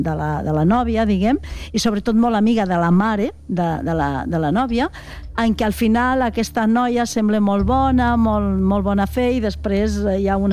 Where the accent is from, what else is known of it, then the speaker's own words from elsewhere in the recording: Estopanyà del Castell, Aragon, Spain; perquè aquest poble, Casserres del Castell, és pedania del meu poble, d'Estopanyà del Castell.